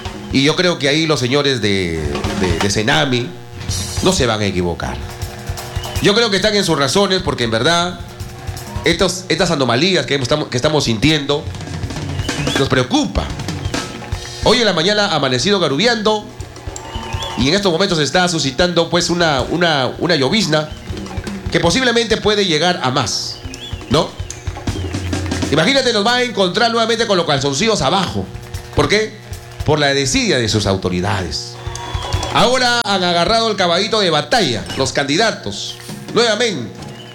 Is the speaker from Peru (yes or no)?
yes; northern Peru, Peru; Y lo digo así como criollo, como norteño.